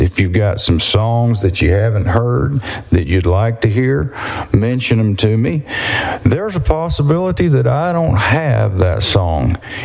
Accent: Texas, United States; born there; We're going to wind up in my home state because that's where I always wind up, at home.

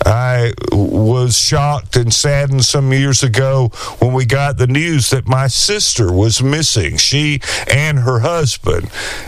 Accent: Alabama, United States; born or raised there

